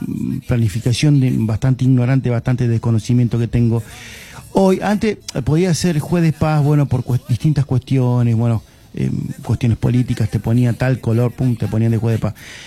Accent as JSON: {"language": "Spanish", "town": "Puerto Gaboto", "region": "Santa Fe", "country": "Argentina", "said": "como poblador de Gaboto"}